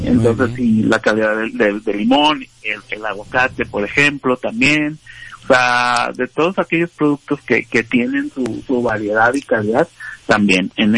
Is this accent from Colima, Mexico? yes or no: yes; Manzanillo, Colima, Mexico; now in Saltillo, Mexico; Yo soy de Manzanillo, Colima